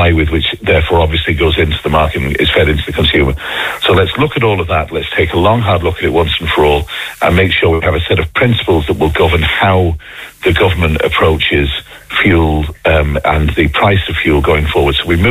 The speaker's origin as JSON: {"language": "English", "region": "Munster", "country": "Ireland", "tie": "born or raised there", "said": "despite my funny accent, North Cork is home to me. And my mother lives in North Cork."}